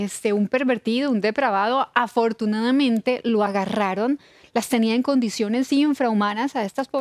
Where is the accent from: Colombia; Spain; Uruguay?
Colombia; Cali, Valle del Cauca; De ahí soy yo, de Cali, Colombia.